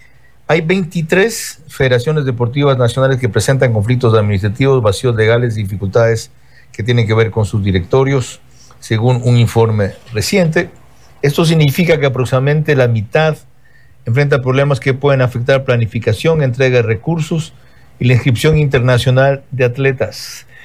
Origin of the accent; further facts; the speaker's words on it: Bahía de Caráquez, Manabí, Ecuador; en mi tierra, Bahía de Caracas